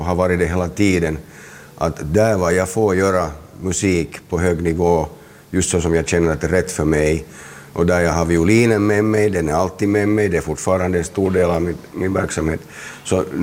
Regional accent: Helsinki, Uusimaa, Finland; jag är från Helsingfors, så jag känner mig definitivt hemma på Drumsö där jag fortfarande har en bostad och där jag har bott sedan jag var 1 år gammal.

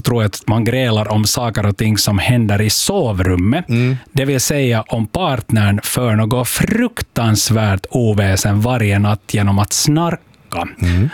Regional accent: Finland; vi är ju finlandssvenskar

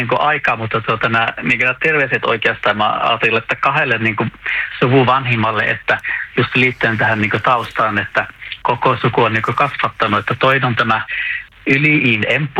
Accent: Oulu, North Ostrobothnia, Finland; moved away as an adult; also born or lived in Örebro, Sweden; now in Stockholm, Sweden; Oulusta päin tuun alun perin, että on tämmöinen Nokia-lapsi, että kasvoin siellä Haukiputaalla ihan Nokia tuolta tehtaan vieressä ja isä oli siellä insinöörinä töissä

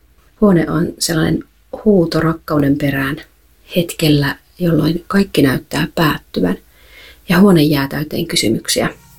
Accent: Jyväskylä, Central Finland, Finland; Alun perin mä oon Jyväskylästä ja Ilkka Tampereelta.

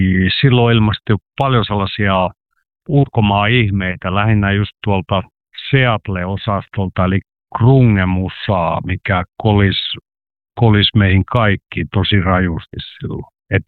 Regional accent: Karelia, Finland; Me ollaan Karjalasta vähän hitaita asioiden omaksumisessa

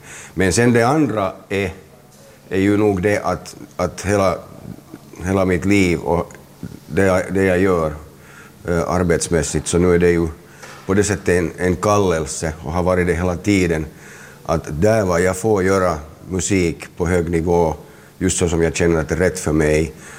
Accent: Helsinki, Uusimaa, Finland; För det första, jag är från Helsingfors, så jag känner mig definitivt hemma på Drumsö, där jag fortfarande har en bostad och där jag har bott sedan jag var 1 år gammal.

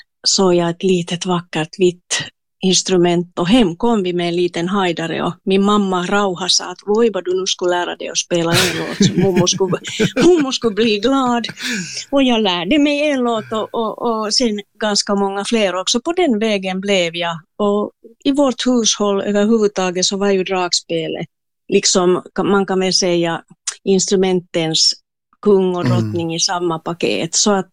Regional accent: Espoo, Uusimaa, Finland; jag är ju hemma från Esbo Kilo

